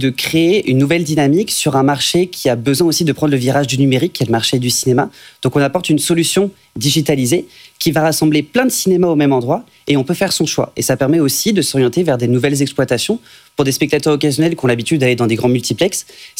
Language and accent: French; Nantes, Pays de la Loire, France; on est nantais.